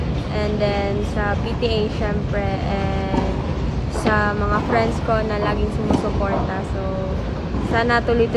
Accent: Mlang, Soccsksargen, Philippines; since nung bata pa po ako sa province ko po, Mlang, North Cotabato and Cotabato province po.

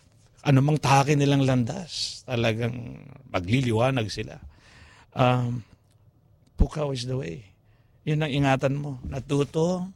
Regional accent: Central Luzon, Philippines; kung ano man ang probinsya mo, ako taga-Tarlac ako, nagkakapangbangan ako, nag-Ilocano ako.

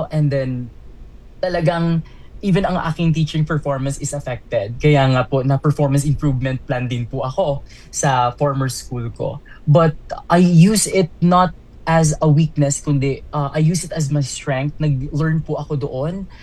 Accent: Bacolod, Western Visayas, Philippines; So Bacolod City po is really kung saan po ako pinanganak and my hometown.

